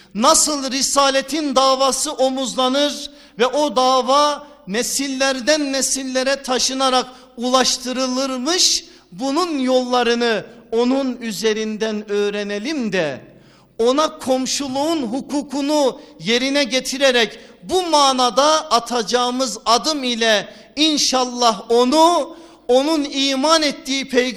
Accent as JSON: {"language": "Turkish", "region": "Kilis Province", "country": "Turkey"}